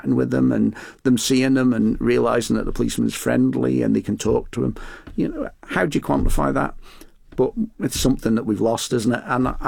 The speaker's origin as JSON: {"language": "English", "town": "Douglas", "country": "Isle of Man", "tie": "born or raised there", "said": "I was born in Douglas. I was brought up in a hotel on Broadway, the Shaftesbury. I lived here in the best of times."}